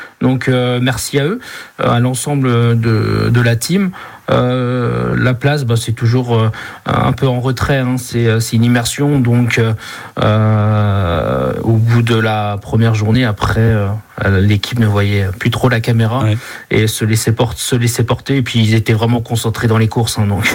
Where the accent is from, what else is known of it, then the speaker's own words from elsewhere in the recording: Rennes, Brittany, France; born there; now in Manche, France; Moi, je suis né en Ille-et-Vilaine, à Rennes, et là, j'habite dans la Manche.